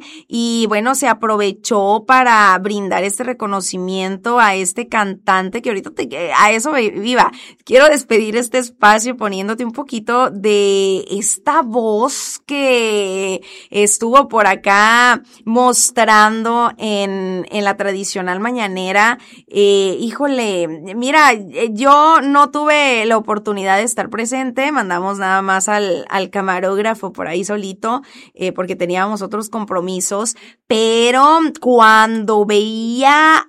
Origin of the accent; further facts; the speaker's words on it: Ciudad Obregón, Sonora, Mexico; yo crecí por acá en Foviste 3, entonces yo estoy impuesta a vivir en edificio, pues, que aquí en Cajeme